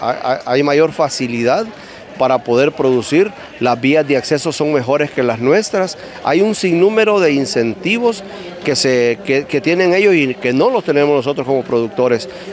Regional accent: Honduras; como hondureños tenemos que aceptarlo.

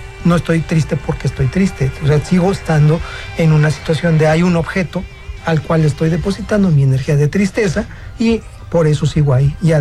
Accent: Mexico

